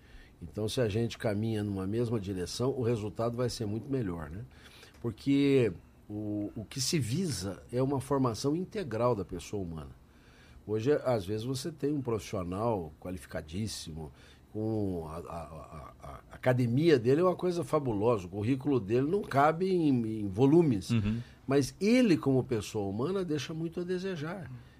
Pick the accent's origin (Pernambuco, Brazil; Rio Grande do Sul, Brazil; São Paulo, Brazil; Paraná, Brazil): Paraná, Brazil; Curitiba; fui proferir um sermão no aniversário de uma igreja lá na minha cidade, em Curitiba